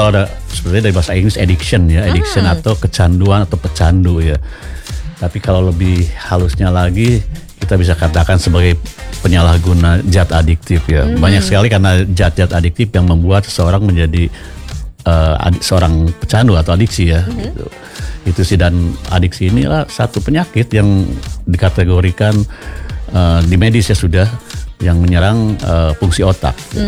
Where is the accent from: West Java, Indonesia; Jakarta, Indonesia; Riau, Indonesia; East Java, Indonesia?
West Java, Indonesia; Bandung; now in Bali, Indonesia; Saya sebelumnya aslinya dari Bandung, tapi sudah jatuh cinta sama Bali dan sudah lama juga tinggal di Bali.